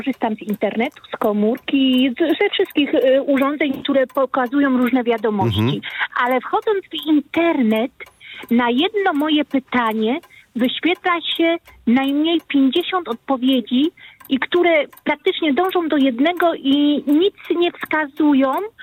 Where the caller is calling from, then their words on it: Nysa, Opole Voivodeship, Poland